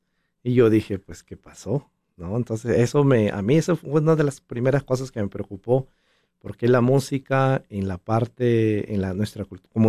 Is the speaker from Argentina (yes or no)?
no; Piura, Peru; moved away as an adult; now in Utah, United States; yo nací en Piura, Perú. Allá empecé mis estudios de música, de piano, de violín. Fui a la escuela de música. También fui a la universidad a estudiar ingeniería electrónica. Estuve en una orquesta sinfónica allá en Perú por 8 o 9 años aproximadamente. Y luego cuando me mudé aquí en Utah